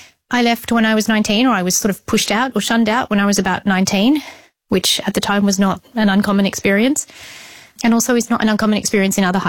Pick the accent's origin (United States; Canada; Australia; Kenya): Australia; I am obviously Australian. I was raised fifth generation inside the group here in Australia. I came from a rural remote community, which is relatively common.